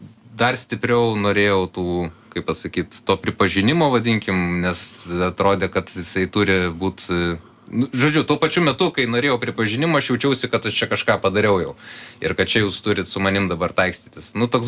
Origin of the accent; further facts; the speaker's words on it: Kaunas, Kaunas County, Lithuania; nu užaugau Kaune